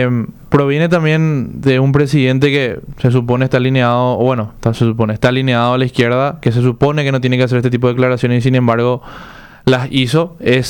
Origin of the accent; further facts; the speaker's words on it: Paraguay; Yo, como paraguayo y como ciudadano en la República del Paraguay